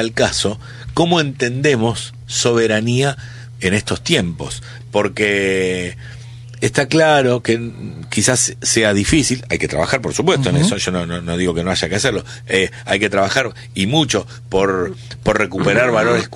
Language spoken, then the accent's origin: Spanish; Buenos Aires, Argentina; por lo menos nosotros como porteños, yo me enlisto en los porteños